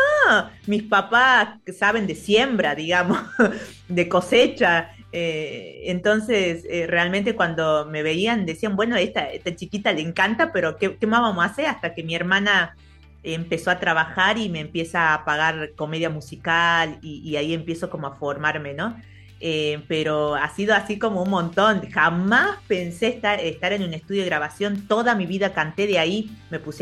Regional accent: Salta, Argentina; Yo soy salteña, o sea, vos me vas a escuchar hablar, yo no hablo como los porteños, diría ahí la sé, yo no tengo esa tonada porteña. Yo soy más del norte, campo adentro, mis padres, ¿no? Bien campo, bien campo.

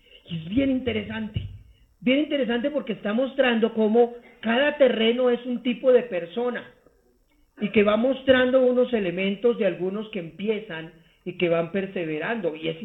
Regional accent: Bogotá, Colombia; Yo crecí en Fontibón, al occidente, y de niño pues teníamos cultivos y tocaba arar.

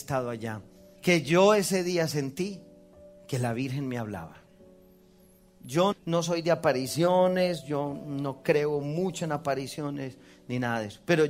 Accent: Colombia; Y yo dije, yo vengo de Colombia, los colombianos estamos locos, los carismáticos estamos...

